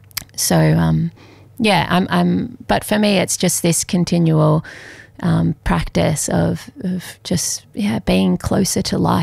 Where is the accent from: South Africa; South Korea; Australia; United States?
Australia; Melbourne, Victoria; moved away; growing up in Melbourne